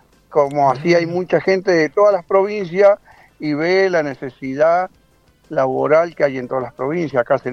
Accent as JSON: {"language": "Spanish", "region": "San Juan", "country": "Argentina", "tie": "born there", "moved": "as an adult", "lives_now": "Ushuaia, Argentina", "said": "Acá yo llevo 40 años, yo soy nacido en San Juan y me vine por una situación económica"}